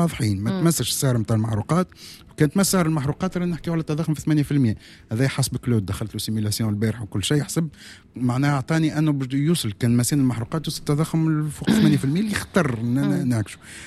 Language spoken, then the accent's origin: Arabic; Tunisia; عندنا في تونس